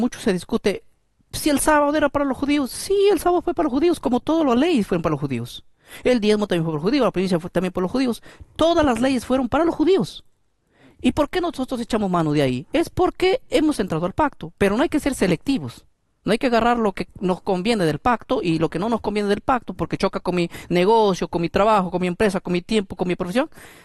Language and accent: Spanish; Peru; Pero yo sigo siendo peruano.